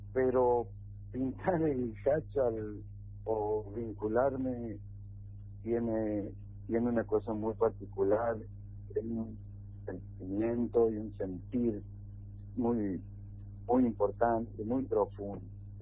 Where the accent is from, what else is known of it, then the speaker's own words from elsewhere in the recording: San José de Jáchal, San Juan, Argentina; Somos de Hachal.